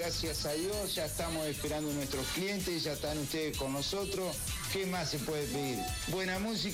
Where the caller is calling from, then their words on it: Paraná, Entre Ríos, Argentina; Acá estamos en Paraná, dentro de la verdulería.